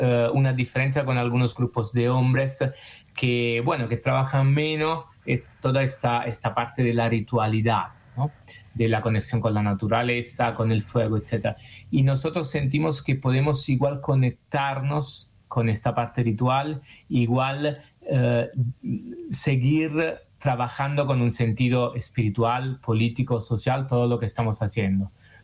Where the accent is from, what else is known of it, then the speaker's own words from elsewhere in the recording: Naples, Campania, Italy; Spanish is a second language; Yo soy de Nápoles, originarios.